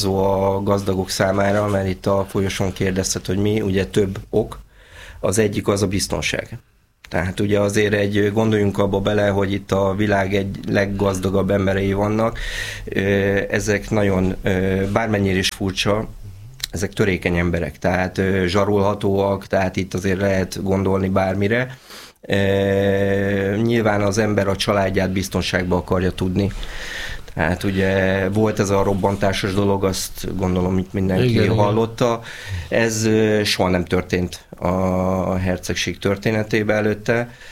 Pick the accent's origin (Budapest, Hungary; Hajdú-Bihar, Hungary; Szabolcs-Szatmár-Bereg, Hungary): Budapest, Hungary; Egy csepeli srác vagyok